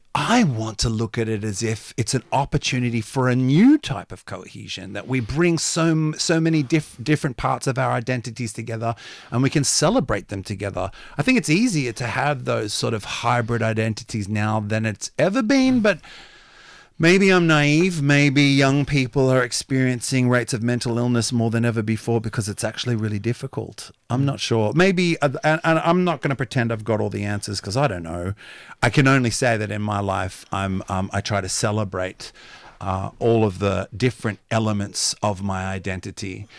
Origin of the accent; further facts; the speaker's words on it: Australia; also born or lived in Rūātoki Valley, New Zealand; But I grew up here in Australia